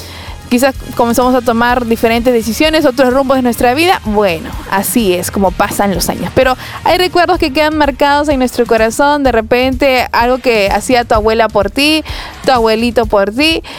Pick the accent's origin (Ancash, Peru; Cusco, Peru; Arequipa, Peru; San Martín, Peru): Ancash, Peru; Chimbote; born there; now in Lima, Peru